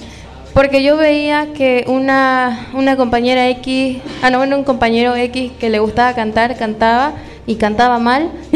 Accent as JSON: {"language": "Spanish", "country": "Bolivia"}